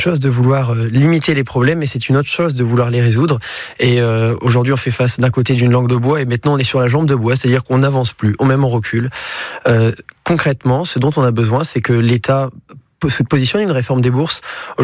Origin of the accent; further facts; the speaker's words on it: Hauts-de-France, France; Moi, je viens de l'Aisne. J'avais un lycée qui était globalement vétuste.